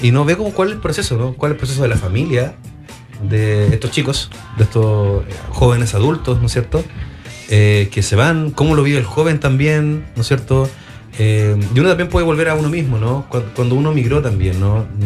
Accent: Santiago, Santiago Metropolitan Region, Chile; also born or lived in Valparaíso; Yo nací y crecí en Santiago y me fui a estudiar a Valparaíso, saliendo de cuarto medio. Y también pues yo estuve 8 años en Valparaíso

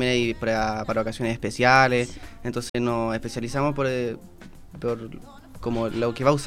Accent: Rengo, O'Higgins, Chile; Venimos de Rengo.

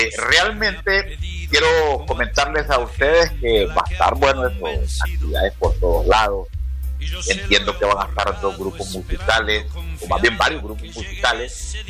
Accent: Honduras; esa actitud que la debemos tener todos los que somos buenos hondureños

